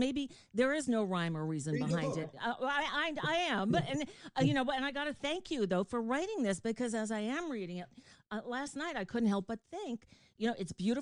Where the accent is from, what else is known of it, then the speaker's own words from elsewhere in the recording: New York, United States; I grew up in New York. I started my professional career in New York